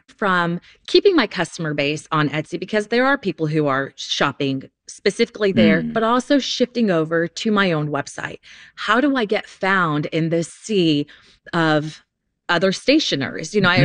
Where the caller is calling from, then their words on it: Houston, Texas, United States; I'm calling from Houston, Texas, where it is 1,000 degrees.